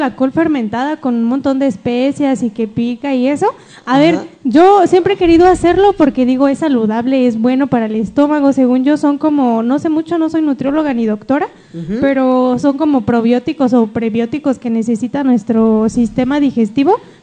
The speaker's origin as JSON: {"language": "Spanish", "country": "Mexico", "said": "nosotros como mexicanos"}